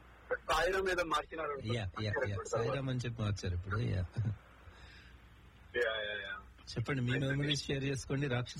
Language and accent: Telugu; Khammam, Telangana, India; moved away; మా సొంత ఊరు ఖమ్మంలో చూసిన సినిమా ఇది